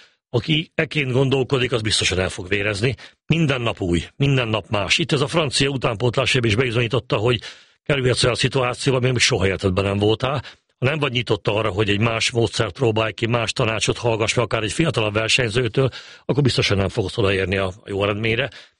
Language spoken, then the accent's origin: Hungarian; Csongrád-Csanád, Hungary; born or raised there